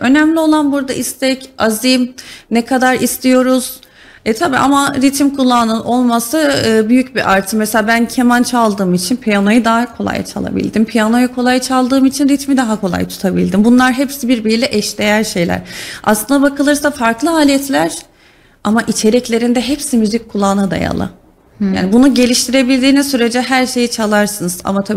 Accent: Ankara, Turkey; moved away as an adult; now in Kayseri, Turkey; Memleketimde kalmak isterim. Mesela Ankara'da kalmak isterim.

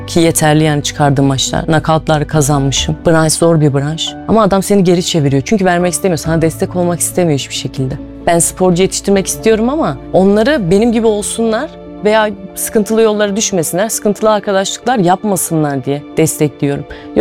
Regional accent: Kayseri, Turkey; Kayseriliyim, 29 yaşındayım.

